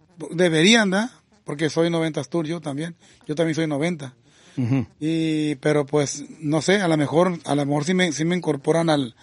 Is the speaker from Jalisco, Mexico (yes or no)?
no; San Ignacio, Sinaloa, Mexico; Soy del rancho de La Caña, municipio de San Ignacio, Sinaloa.